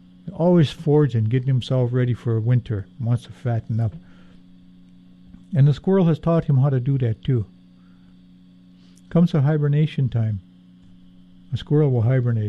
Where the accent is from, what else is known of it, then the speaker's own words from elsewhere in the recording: Hoonah, Alaska, United States; also born or lived in Juneau; I was born in Juneau, Alaska, and raised in Hoonah pretty much of my school days.